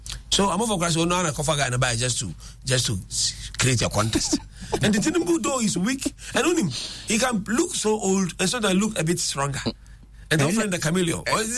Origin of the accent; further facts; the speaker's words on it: Ghana; I'm a Ghanaian, yeah